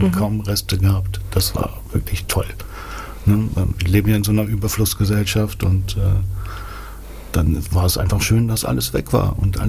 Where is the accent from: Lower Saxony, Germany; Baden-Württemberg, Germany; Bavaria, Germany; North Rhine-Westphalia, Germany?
Lower Saxony, Germany; Oldenburg; auf die ich auch als Oldenburger ja sehr, sehr froh bin